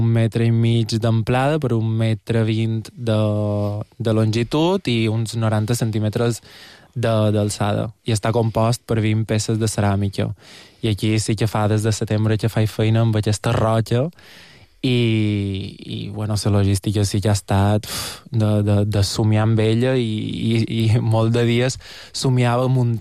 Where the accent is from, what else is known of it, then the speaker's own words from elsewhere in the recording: Portocolom, Balearic Islands, Spain; Soc de Porto Colom i vaig molt a Sallà